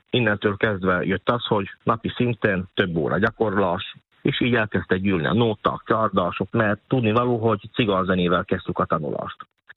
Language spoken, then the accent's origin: Hungarian; Banská Bystrica Region, Slovakia; Egyébként apukám is énekes volt. Gömörben, félvidéken, zenész családból származom.